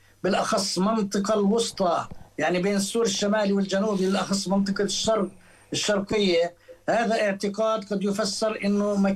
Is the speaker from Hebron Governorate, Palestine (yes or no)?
no; West Bank, Palestine; إحنا كفلسطينيين